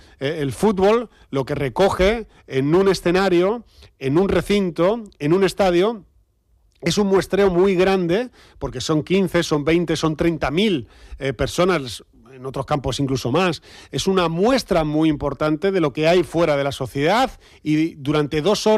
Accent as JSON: {"language": "Spanish", "region": "Andalusia", "country": "Spain", "said": "pues verdaderamente somos andaluces"}